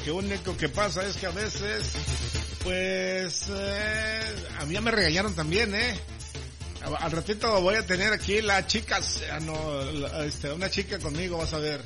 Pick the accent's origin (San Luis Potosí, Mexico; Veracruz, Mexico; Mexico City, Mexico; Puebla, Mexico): San Luis Potosí, Mexico; moved away; yo en mi rancho, en mi pueblo, un lado se llama Tierra Prieta, aunque no esté prieta la tierra, pero se llama Tierra Prieta.